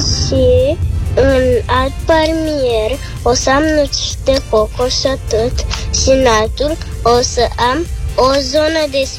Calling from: Bucharest, Romania; din București.

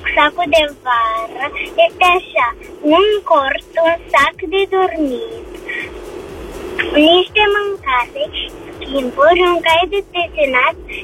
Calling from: Bucharest, Romania; din București. Am 8 ani

